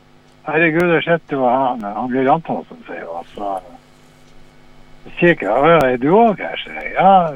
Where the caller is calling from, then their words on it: Mo i Rana, Nordland, Norway; Jeg er noen fra Moirana.